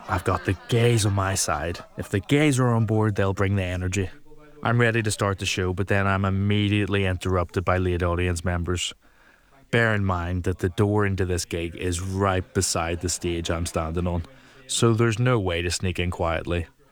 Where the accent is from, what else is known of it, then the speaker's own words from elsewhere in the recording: Northern Ireland, United Kingdom; I'm a comedian from Northern Ireland